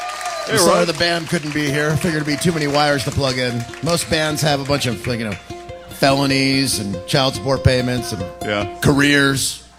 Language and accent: English; Fairbanks, Alaska, United States; So I come from Fairbanks, Alaska, where it's quite dark and cold right now.